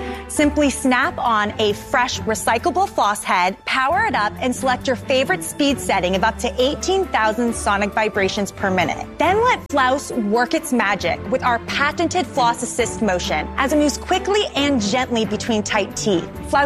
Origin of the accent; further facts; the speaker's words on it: New York City, New York, United States; from New York City